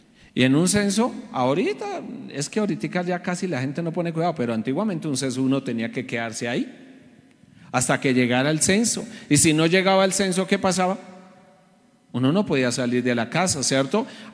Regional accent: Bogotá, Bogotá Capital District, Colombia; born there; now in Ubaté, Colombia; Yo nací en Bogotá y me estoy, como dicen por acá, estoy envejeciendo en Ubaté

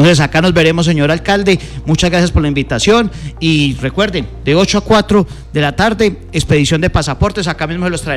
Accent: Manzanares, Caldas, Colombia; Yo me siento como en mi tierra, yo soy de Manzanares

